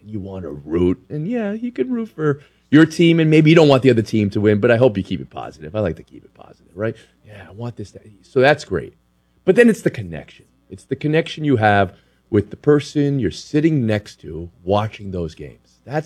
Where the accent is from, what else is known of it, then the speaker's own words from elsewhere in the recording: New Jersey, United States; a player I grew up with in Jersey.